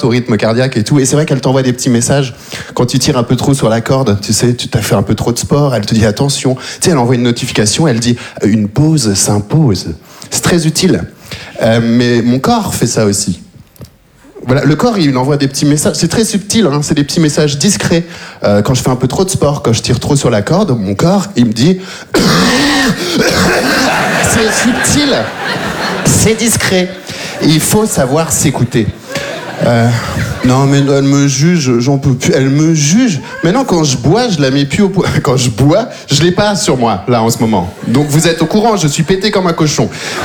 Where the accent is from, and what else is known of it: Belgium; born or raised there